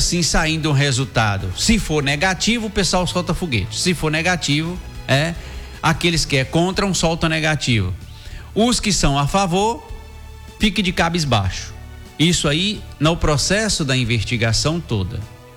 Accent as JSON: {"language": "Portuguese", "country": "Brazil", "said": "Nós somos comuns, somos brasileiros"}